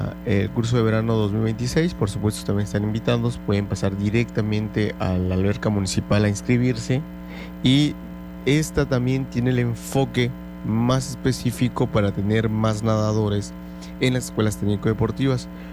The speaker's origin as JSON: {"language": "Spanish", "country": "Mexico", "said": "Yo soy mexicano"}